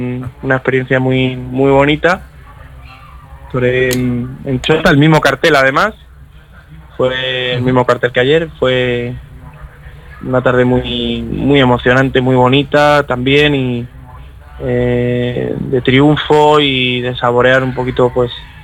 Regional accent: Aranda de Duero, Castile and León, Spain; Yo soy morenito de Aranda, no soy morenito de Maracay. Soy de Burgos y es mi tierra.

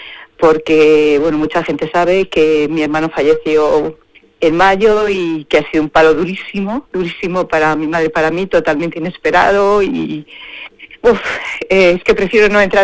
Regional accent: Spain; moved away; la niña que fui yo en Maide y que me crié en Maide

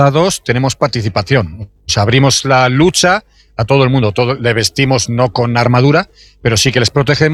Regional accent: Burgos, Castile and León, Spain

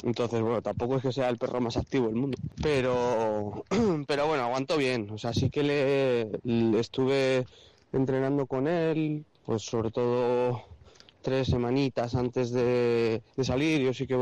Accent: Burgos, Castile and León, Spain; porque yo soy de Burgos y cuando llegué a Burgos paré casi 2 semanas con él porque también estaba cansado.

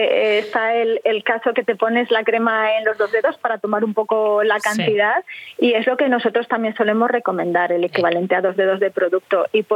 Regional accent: Valencia, Valencian Community, Spain; now in Murcia, Spain; Yo soy valenciana, pero bueno, ya me considero murciana porque llevo ya más de 20 años en Murcia y bueno, ya soy, tengo hijos murcianos

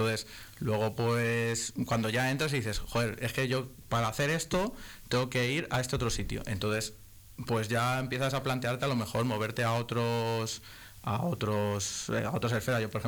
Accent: La Matilla, Castile and León, Spain; Es un pueblo de 80 habitantes, para que no lo sepa, La Matilla.

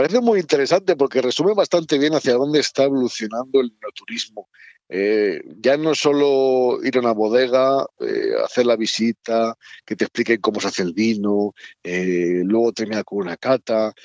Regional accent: Toro, Castile and León, Spain; born there; Ocurrirá también más o menos en mi pueblo, en Toro.

